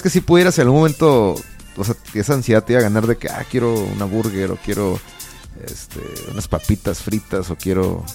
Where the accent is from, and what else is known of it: Mexico